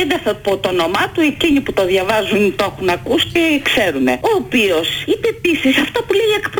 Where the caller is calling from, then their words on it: Glyfada, Attica, Greece; από Γλυφάδα